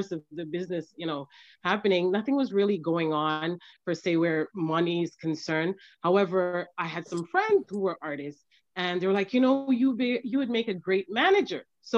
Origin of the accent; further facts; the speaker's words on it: St. Vincent & Grenadines; also born or lived in Jamaica; from St. Vincent and the Grenadines.